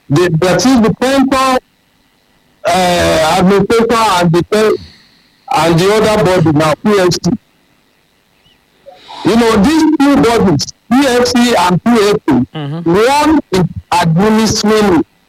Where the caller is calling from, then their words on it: Ilaro, Ogun, Nigeria; This time I'm calling you from Ilaro.